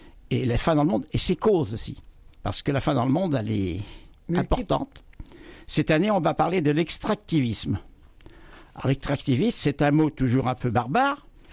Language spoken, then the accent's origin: French; Saint-Sauveur-d'Aunis, Nouvelle-Aquitaine, France; Chez nous, à Saint-Sauveur